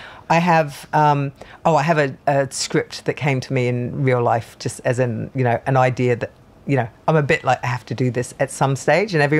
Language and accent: English; Byron Bay, New South Wales, Australia; I'm from Byron Bay.